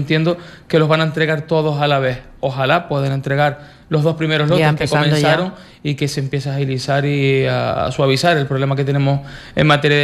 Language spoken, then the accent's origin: Spanish; Arrecife, Canary Islands, Spain; vengo del barrio de Argana Alta